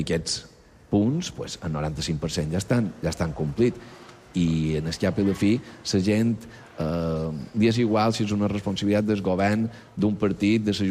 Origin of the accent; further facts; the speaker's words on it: Balearic Islands, Spain; Som mallorquins i això és el que hem de defensar.